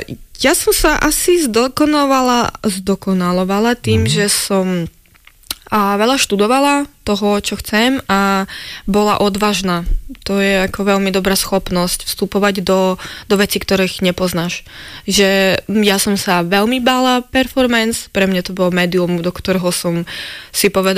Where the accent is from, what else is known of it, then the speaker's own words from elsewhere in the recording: Ukraine; now in Slovakia; Áno, posilnil, že som sa začala ako veľmi intenzívne sa tak prezentovať, že som Ukrajinka, že taká vlastne, že sa spájam vlastne svojou krajinou